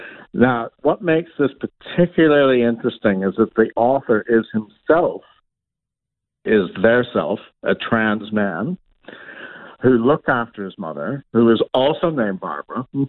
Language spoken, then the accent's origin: English; Toronto, Ontario, Canada; Anne Carson, she's from my hometown of Toronto.